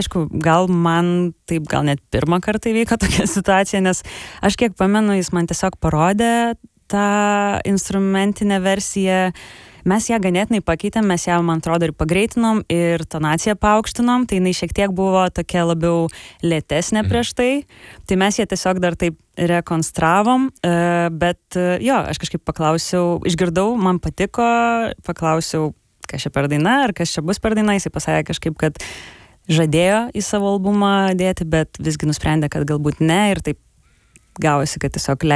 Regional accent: Klaipėda, Klaipėda County, Lithuania; aš iš Klaipėdos

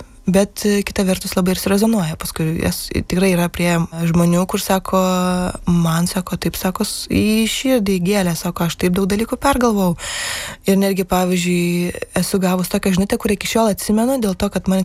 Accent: Samogitia, Lithuania; accent: Samogitian; Aš labai daug užaugau, aš kalbu žemaitiškai ir man žemaitija yra, nu, toks mano dalykas labai

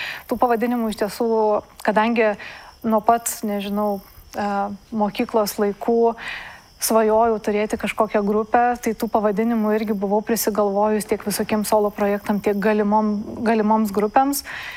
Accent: Alytus, Alytus County, Lithuania; Aš esu iš Alytaus.

